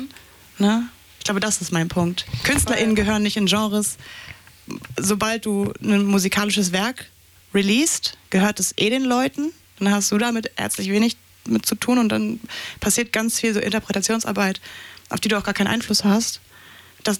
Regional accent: Berlin, Germany; ich komme aus Berlin und ich komme genau aus der Ecke, wo so

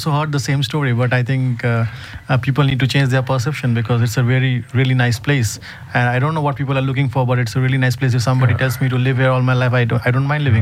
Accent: Kolkata, West Bengal, India; born there; English is a second language; now in Jodhpur, India; So I'm born in Calcutta, but I lived in different cities. Yeah. And currently I'm based in Jodhpur, Rajasthan.

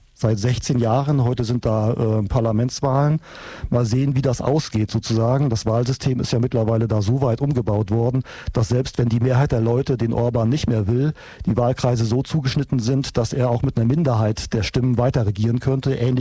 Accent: East Germany, Germany; born or raised there

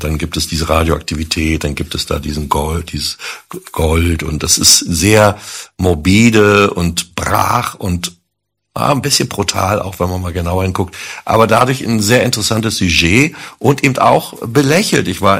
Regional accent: Berlin, Germany; Weil ich eben halt ja auch als Berliner gesehen habe, dass nach dem Mauerfall, wo die ganzen Ruinen da rumstanden

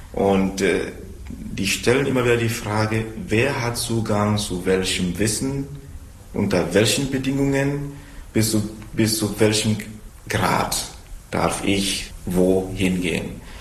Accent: Togo; German is a second language; ich komme aus Togo und bin Dozent an der Universität de Kara, liegt etwa 420 Kilometer von Lomé entfernt, also im Norden.

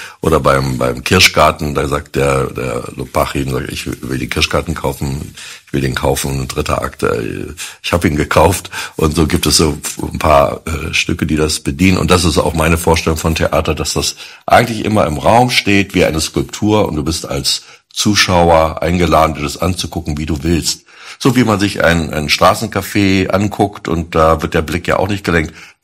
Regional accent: East Germany, Germany; ich komme aus dem Osten

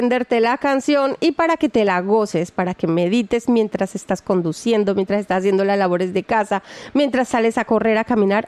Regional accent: Caribbean Region, Colombia; yo soy de Colombia, me voy de vacaciones y digo, wow, la temperatura de mi Caribe colombiano no se compara a ningún mar.

